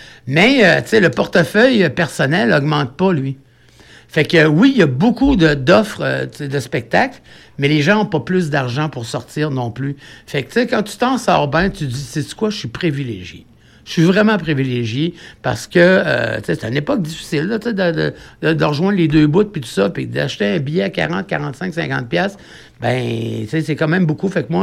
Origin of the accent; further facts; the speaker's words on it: Quebec, Canada; moi, je suis un Gaspésien, fait que l'air de l'eau, moi, l'air salin, ça me prend ça, ça.